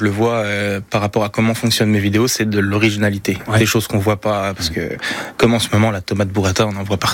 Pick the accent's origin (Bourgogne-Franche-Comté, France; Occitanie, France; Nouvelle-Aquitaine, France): Bourgogne-Franche-Comté, France; comme on le fait chez nous en Franche-Comté